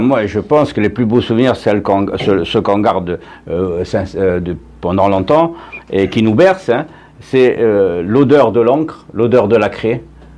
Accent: Algeria; Un peu raciste, oui, parce que je suis né en Algérie.

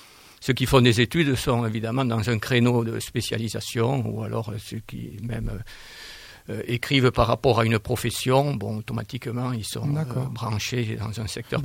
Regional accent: Hermes, Nouvelle-Aquitaine, France; born there; je suis revenu, je ne suis pas toujours resté, mais suis revenu où je suis né, à Hermes.

